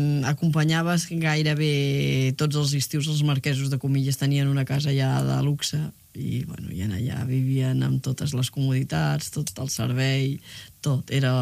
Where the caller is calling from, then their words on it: Caldes d'Estrac, Catalonia, Spain; el meu poble, a Caldetes